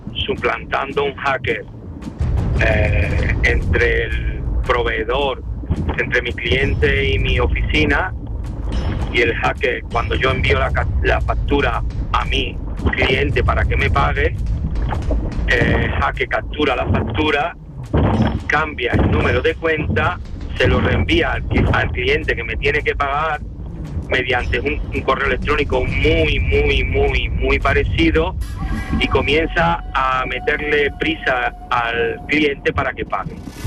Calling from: Seville, Andalusia, Spain; le llamo de Sevilla

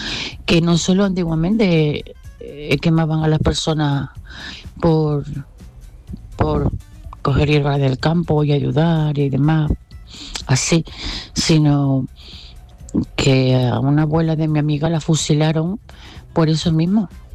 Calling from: Málaga, Andalusia, Spain; de Málaga

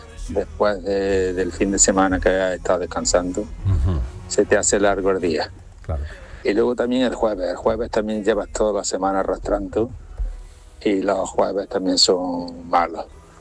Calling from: Córdoba, Andalusia, Spain; de Córdoba.

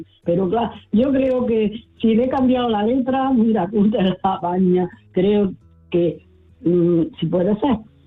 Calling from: Córdoba, Andalusia, Spain; Buenas tardes, mira … de Córdoba.

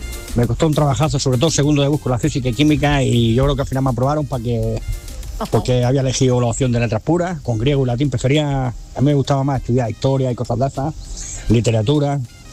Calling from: Almería, Andalusia, Spain; aquí desde Almería.

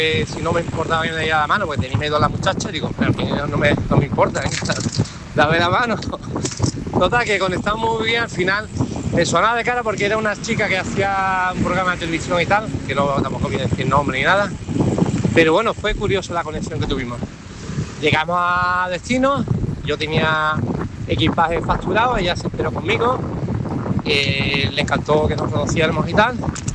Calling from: Málaga, Andalusia, Spain; viviendo en Málaga.

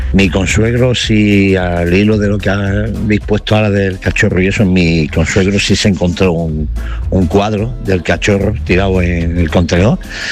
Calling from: Andalusia, Spain; somos de aquí de la provincia de Jaén

